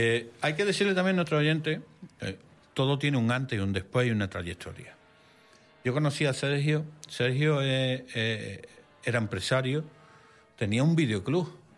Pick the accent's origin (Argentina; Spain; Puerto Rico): Spain; San Juan de Aznalfarache, Andalusia; Siempre hemos dicho que es la villa Sabana Farache, separada de Sevilla, la ciudad, por un puente que cruza el río Guadalquivir. Estamos al lado, es una ciudad dormitorio, pero tenemos nuestra propia identidad.